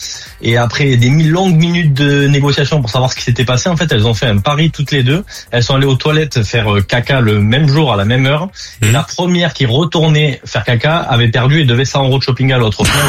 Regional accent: Saintes, Nouvelle-Aquitaine, France; Je viens de la ville de Saintes, en Charente-Maritime.

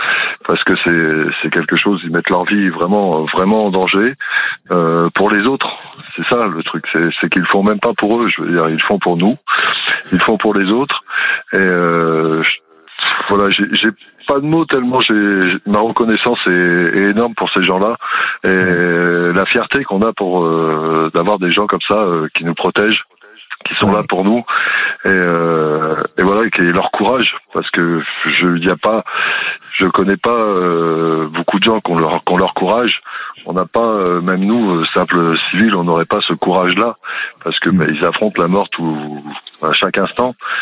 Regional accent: Auvergne-Rhône-Alpes, France; Ben, je suis en Charente, mais je suis du Cantal à la base, mais je suis en Charente.

